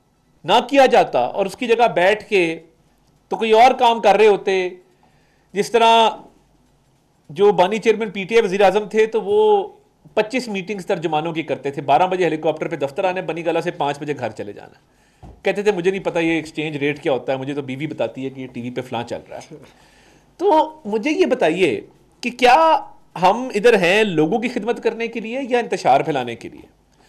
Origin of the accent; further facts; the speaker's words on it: Khyber Pakhtunkhwa, Pakistan; خیبر پختونخوا کا ہمارا صوبہ کسی زمانے میں ہمارے لیے ایک سورس آف پرائڈ تھا